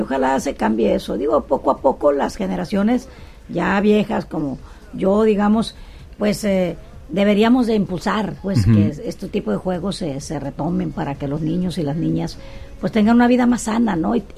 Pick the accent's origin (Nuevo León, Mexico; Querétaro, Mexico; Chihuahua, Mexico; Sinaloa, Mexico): Sinaloa, Mexico; yo nací en Sinaloa municipio, en Caliente se va, pero me llevaron muy pequeña, de 2 años, al Batamote, y es ahí donde yo jugaba.